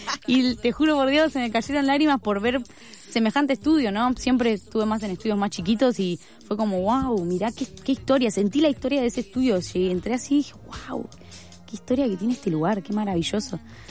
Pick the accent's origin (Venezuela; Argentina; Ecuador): Argentina; soy argentina